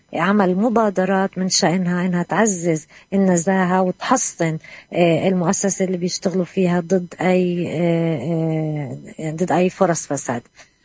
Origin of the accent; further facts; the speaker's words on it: Palestine; وإحنا كشعب فلسطيني تحت الاحتلال